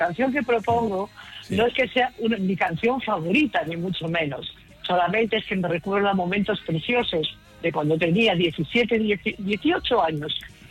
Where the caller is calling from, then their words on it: Bad Kissingen, Bavaria, Germany; Pues me llamo desde un pueblo muy bonito que se llama Bad Kissingen, en Alemania.